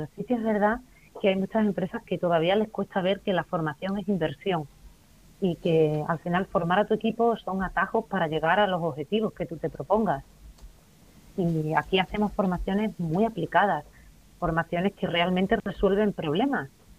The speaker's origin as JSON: {"language": "Spanish", "region": "Extremadura", "country": "Spain", "also_born_or_lived": "England", "said": "Pues, bueno, yo soy extremeña retornada."}